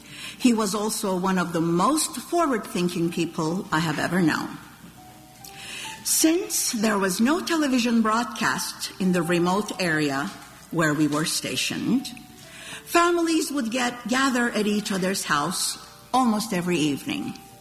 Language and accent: English; Turkey; when I was growing up in Turkey